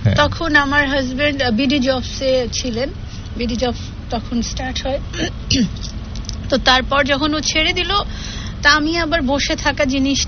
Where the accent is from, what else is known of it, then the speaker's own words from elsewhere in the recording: Jamalpur, Mymensingh Division, Bangladesh; also born or lived in Savar; আমার ছোটবেলাটা কেটেছে জামালপুরে। আমি বড় হয়েছি আমার দাদার কাছে, আমার আব্বু আম্মু ডিভোর্স ছিল, তো এর জন্য আমাকে বড় করেছে আমার দাদা। তো ক্লাস সিক্স পর্যন্ত আমি জামালপুরে ছিলাম, ক্লাস সেভেন থেকে আমি সাভারে ছিলাম